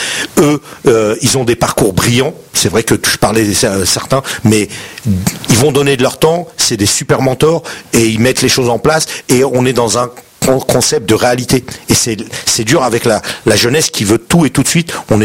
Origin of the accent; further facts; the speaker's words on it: Garges-lès-Gonesse, Île-de-France, France; Je viens de Garges-lès-Gonesse, d'un Blanche-Nord, 6000 habitants, 2000 logements, quartier la zone 4. Tu vois, anciennement appelé Dame Blanche Nord. D'abord appelé Dame Blanche Nord, les jeunes se sont appropriés, ça s'appelle la zone 4. Je suis issu de la zone 4